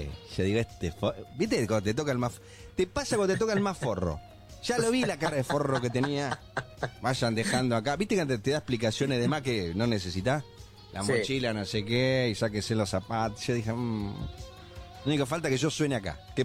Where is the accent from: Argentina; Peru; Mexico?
Argentina; Nosotros, vos como argentino te adelantás a todos. Somos supervivientes.